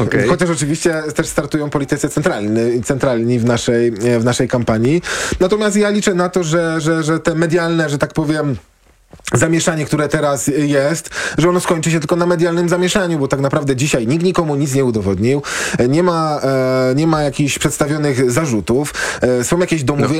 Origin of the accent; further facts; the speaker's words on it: Kraków, Lesser Poland, Poland; ja jestem z Krakowa